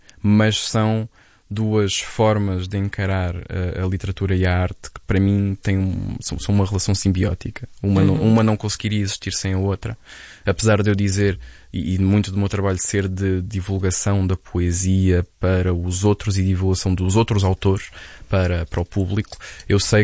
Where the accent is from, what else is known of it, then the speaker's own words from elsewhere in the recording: Lisbon, Portugal; Eu sou nascido e criado em Lisboa, sou alfacinha de Gema.